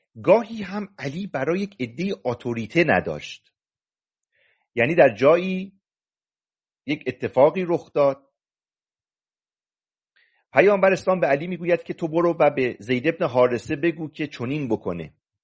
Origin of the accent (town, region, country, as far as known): Mazandaran, Iran